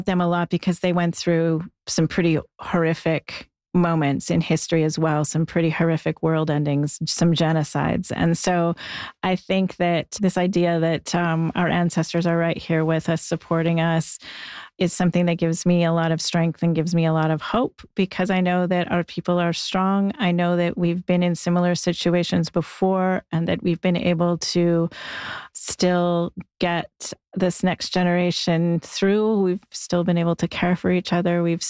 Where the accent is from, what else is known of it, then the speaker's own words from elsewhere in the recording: Ontario, Canada; So I come from Treaty 20, also the Williams Treaty areas.